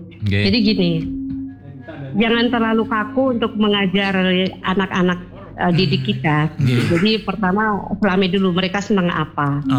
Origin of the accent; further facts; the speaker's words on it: Jakarta, Indonesia; first language Indonesian; Saya benar-benar orang Jakarta asli. Maksudnya lahirnya di Jakarta. Yeah. Apa namanya, lingkungan pun Jakarta semua. Mm-hmm. Jadi Betawi.